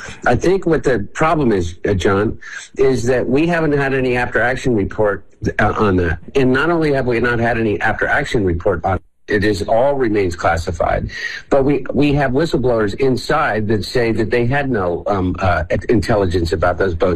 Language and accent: English; United States; Look, I'm an American. I truly, truly want whoever is our president to succeed